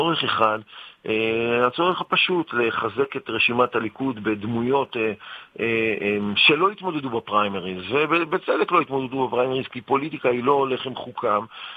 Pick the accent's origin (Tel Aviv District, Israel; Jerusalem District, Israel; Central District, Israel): Central District, Israel; Netanya; born there; בנתניה, עיר הולדתי